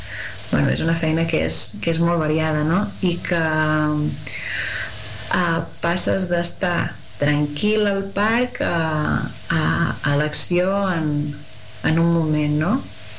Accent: Castelló d'Empúries, Catalonia, Spain; moved away as an adult; now in Alt Urgell, Spain; soc de Castellà d'Empúries i soc bombera de la Generalitat de Catalunya.

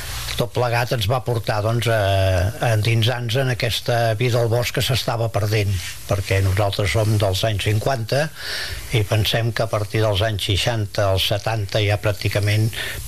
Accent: Sant Feliu de Codines, Catalonia, Spain; jo soc de Sant Feliu de Codines i allà, a la canalla, el bosc el teníem tan a prop que era el nostre lloc de jocs i de històries i d'aventures.

